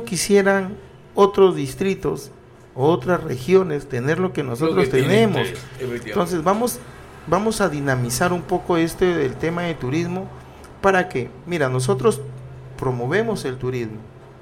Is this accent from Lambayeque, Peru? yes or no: yes; Túcume, Lambayeque, Peru; todo mi pueblo de Tucumán